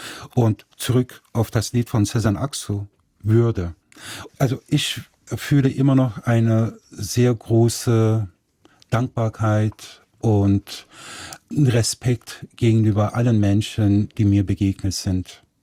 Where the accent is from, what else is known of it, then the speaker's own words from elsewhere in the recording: Nettetal, North Rhine-Westphalia, Germany; die gab es auch bei uns in Nettetal, weil mein Vater hatte die Kneipe auf der Breilerstraße, mein Onkel hatte das Bordell Jaguar im Stadtteil Bracht, das auch zu Nettetal gehört. Nettetal ist ja eine Gemeinde aus 7 kleinen Dörfern